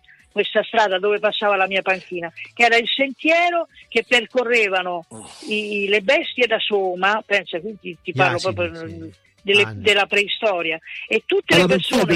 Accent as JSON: {"language": "Italian", "town": "Rome", "region": "Lazio", "country": "Italy", "said": "Io sono romana, ma i genitori miei sono marchigiani."}